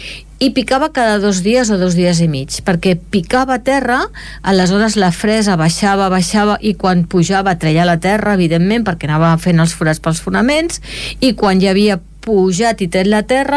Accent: Esplugues de Llobregat, Catalonia, Spain; I encara se'n parla, perquè dic, soc d'Esplugues, i em diuen, del Cau Fec.

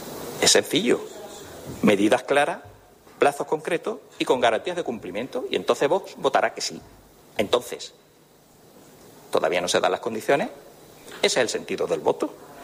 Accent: Cádiz, Andalusia, Spain; accent: Andalusian; ¿Que soy andaluz y ceceo o ceseo?

